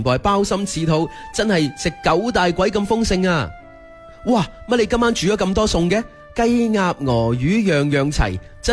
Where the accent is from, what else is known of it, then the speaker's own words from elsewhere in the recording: Guangdong, China; 因为汤呢一样嘢喺我哋广东人嘅心目当中地位相当相当之重要。